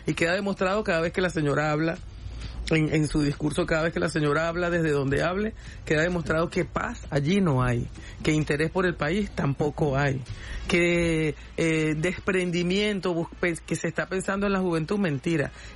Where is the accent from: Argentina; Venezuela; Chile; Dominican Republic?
Venezuela